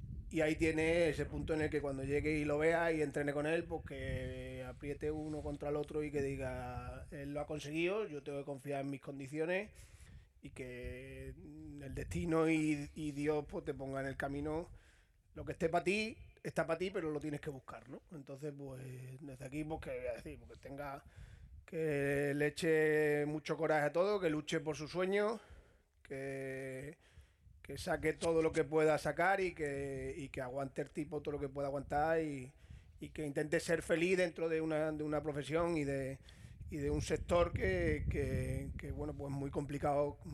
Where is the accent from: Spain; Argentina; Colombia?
Spain; Extremadura; born there; somos extremeños y hemos nacido en Extremadura